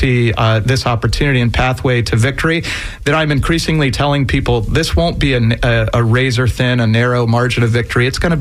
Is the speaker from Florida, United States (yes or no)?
yes; Florida, United States; Third generation Floridian family moved to Bradenton in the early 1950s. I grew up in Sarasota and Manatee counties.